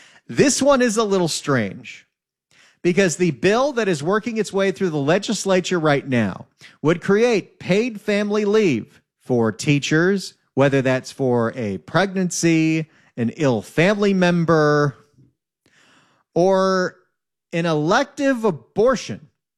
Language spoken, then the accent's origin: English; California, United States; I'm born and raised in California. I was 9 when the Northridge earthquake happened.